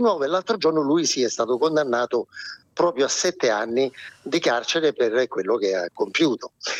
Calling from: Rome, Lazio, Italy

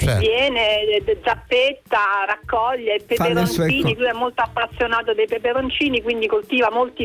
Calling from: Rome, Lazio, Italy; Io sono di Roma

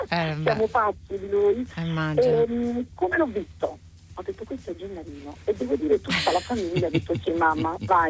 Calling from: Naples, Campania, Italy; Io, sai, essendo napoletana

